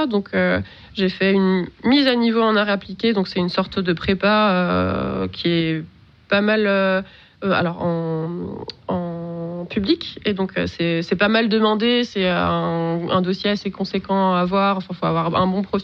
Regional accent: Grand Est, France; moved away as an adult; now in Besançon, France; j'ai toujours grandi en Alsace, j'ai fait mes études en Alsace.

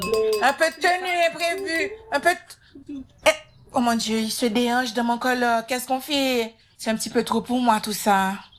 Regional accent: Haiti; Les proverbes, c'est tellement beau, ça nous identifie en tant qu'haïtien.

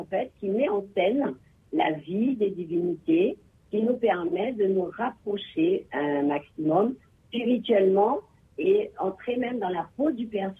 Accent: Guadeloupe; chez nous en Guadeloupe

